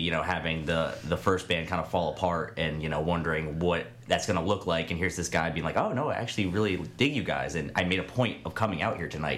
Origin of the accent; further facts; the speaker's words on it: Hudson Valley, New York, United States; moved away as an adult; now in Binghamton, United States; I grew up in the Hudson Valley